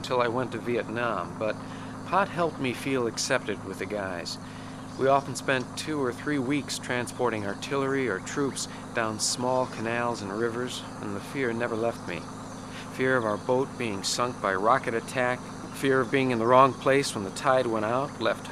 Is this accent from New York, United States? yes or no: no; Michigan, United States; I grew up on Little Long Lake in Barry County, Michigan. Dad cleared the land and built the house himself, along with Mother's help. I spent a lot of my youth outdoors and learned the work ethic from my folks.